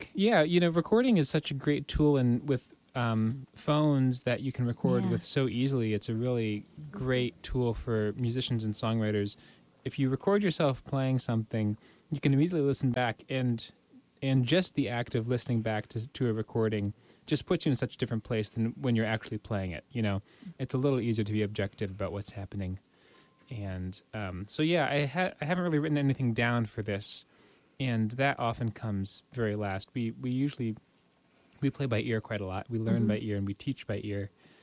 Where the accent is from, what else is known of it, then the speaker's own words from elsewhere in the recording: Indiana, United States; The words are by a poet from Indiana, actually, yes. from my home state, James Whitcomb Riley.